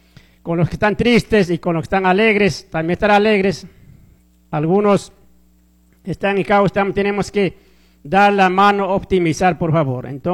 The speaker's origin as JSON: {"language": "Spanish", "country": "Ecuador", "said": "mi Ecuador"}